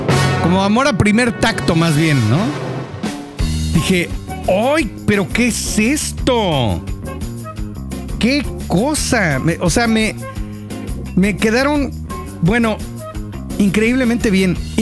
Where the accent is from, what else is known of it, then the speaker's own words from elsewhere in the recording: Mexico City, Mexico; now in Yucatán Peninsula, Mexico; su servidor … como buen guach, Yucahuach chilango, pues no trajo a la península ningún tipo de pantalón largo